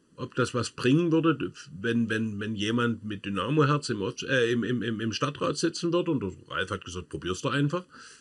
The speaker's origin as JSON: {"language": "German", "town": "Dresden", "region": "Saxony", "country": "Germany", "tie": "born or raised there", "said": "ich würde nur im Wahlkreis auftreten, wo ich groß geworden bin, also in dem Wahlkreis Prohlitz, weil ich sage, das ist mein Hut, wo ich zu Hause bin, wo mich die Leute kennen"}